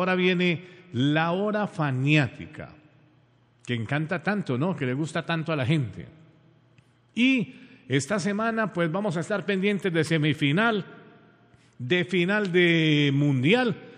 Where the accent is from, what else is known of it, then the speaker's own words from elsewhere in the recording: Pereira, Risaralda, Colombia; born there; Nací en una ciudad maravillosa, en el centro del país, en el eje cafetero. Por una bendición de Dios y de mi madre, nací en la querendona, trasnochadora y morena Pereira, y amañadora Pereira.